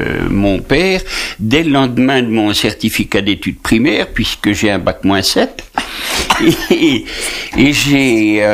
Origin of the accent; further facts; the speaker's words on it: Venoize, Centre-Val de Loire, France; Et donc, j'ai vécu plus de 70 ans de ma vie dans ce village. Même plus, je suis chauvin, je suis plus de Venoise que de Bué.